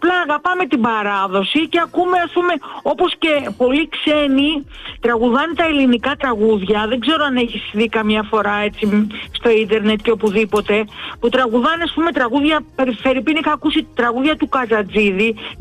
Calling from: Korydallos, Attica, Greece; από τον Κορυδαλό

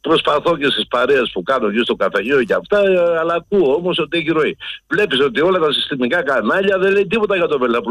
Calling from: Western Greece, Greece; Δεν είμαι μέσα από τα Καλάβρητα, είμαι πιο έξω, κάποια 30 χιλιόμετρα. Προς το Λάδωνα

